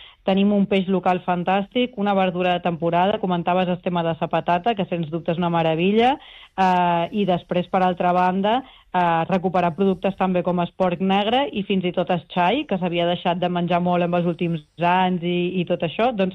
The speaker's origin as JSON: {"language": "Catalan", "town": "Ibiza", "region": "Balearic Islands", "country": "Spain", "said": "per exemple, visc a una illa petita, jo sóc d'Eivissa"}